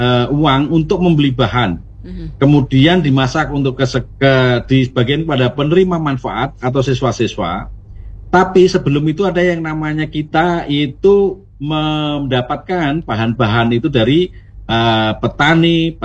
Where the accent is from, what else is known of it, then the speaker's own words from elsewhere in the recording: Bantul, Special Region of Yogyakarta, Indonesia; Karena saya orang Bantul